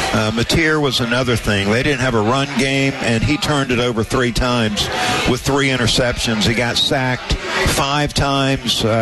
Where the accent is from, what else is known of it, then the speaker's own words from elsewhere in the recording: Georgia, United States; As a young kid growing up in South Georgia